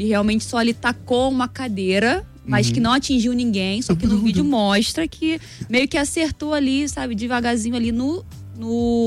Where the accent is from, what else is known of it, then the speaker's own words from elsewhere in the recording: Nilópolis, Rio de Janeiro, Brazil; now in Vila Isabel, Rio de Janeiro, Brazil; eu agora moro em Vila Isabel, mas sou de Nilópolis.